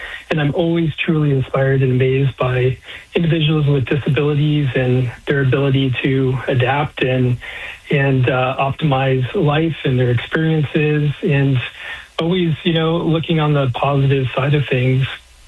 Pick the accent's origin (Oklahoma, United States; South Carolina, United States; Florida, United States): Florida, United States; Cocoa Beach; I grew up in Cocoa Beach, Florida.